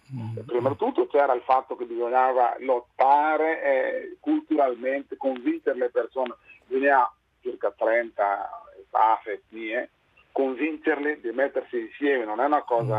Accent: Guinea; questo a un certo punto mi ha portato ad essere persona non grata nel mio paese, sì, in Guinea, diciamo, quindi sono quasi una apolide

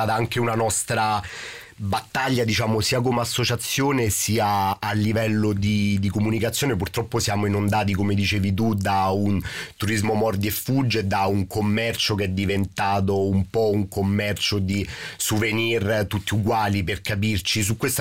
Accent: Rome, Lazio, Italy

